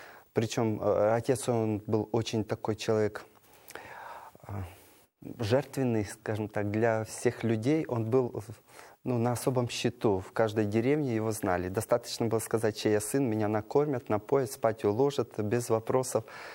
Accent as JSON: {"language": "Russian", "region": "Zhytomyr Oblast", "country": "Ukraine", "tie": "born or raised there", "also_born_or_lived": "Kyiv", "said": "Родился я в городе Киеве. А все детство провел в Житомирской области на Украине."}